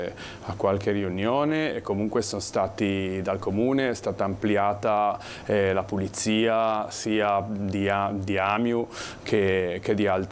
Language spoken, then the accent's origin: Italian; Genoa, Liguria, Italy; da genovese le senti di più perché logicamente ce l'hai in casa.